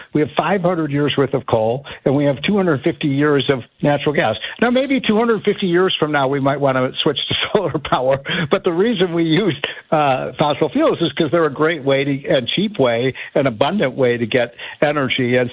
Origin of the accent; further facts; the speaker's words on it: Illinois, United States; my home state of Illinois